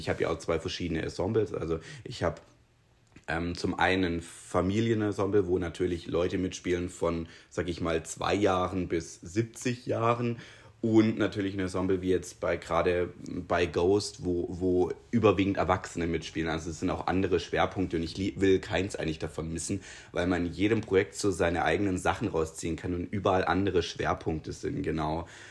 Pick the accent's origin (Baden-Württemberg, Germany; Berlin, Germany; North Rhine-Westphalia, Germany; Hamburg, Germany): Baden-Württemberg, Germany; Triberg; ich komme aus Triberg, ich bin 32 Jahre alt